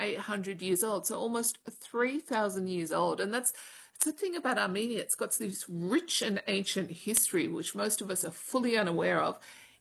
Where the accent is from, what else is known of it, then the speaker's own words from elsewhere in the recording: Sydney, New South Wales, Australia; so I'm from Sydney, and in Sydney when I was growing up, if you were meeting someone in town, you'd say, "Oh, let's meet at Town Hall steps."